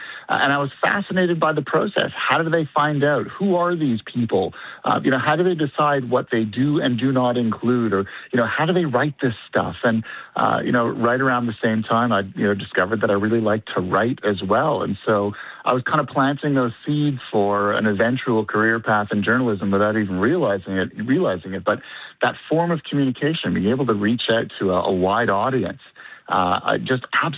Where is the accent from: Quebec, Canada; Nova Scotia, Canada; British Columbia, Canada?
Quebec, Canada; Laval; moved away; also born or lived in Montreal; So I was born in Montreal and grew up just north of Montreal, one of the suburbs. It's called Chomedey. It's part of the city of Laval. It's just over the river from Montreal.